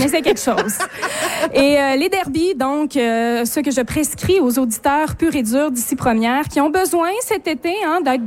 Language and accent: French; Quebec, Canada; Moi, je viens de là. Je viens pas des Bergeronnes, mais je viens de la Haute-Côte-Nord.